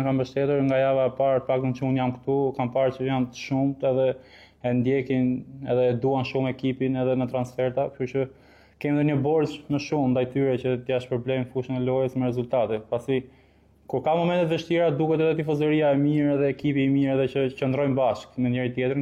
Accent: Elbasan, Elbasan County, Albania; unë jam nga Elbasani, jam lindur dhe rritur dhe kam dalë të Akademia Elbasanit.

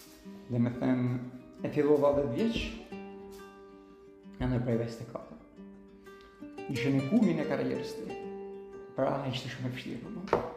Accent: Shkodër, Shkodër County, Albania; ne si Shkodran

